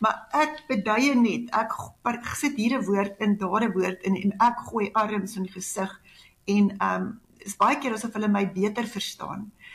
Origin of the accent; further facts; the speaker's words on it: Pretoria, Gauteng, South Africa; born there; also born or lived in Groblersdal / Namibia / Springs; In Pretoria, maar ons het draaie geloop, jong. Ek was in Mabelol, daar skool later, Groblersdal, toe is ons getroud en in Suidwes gebly, wat wonderlik lekker was.